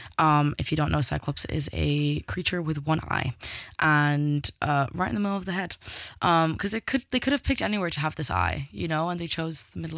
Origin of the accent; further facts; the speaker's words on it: Milazzo, Sicily, Italy; moved away; I'm from Milazzo in Sicily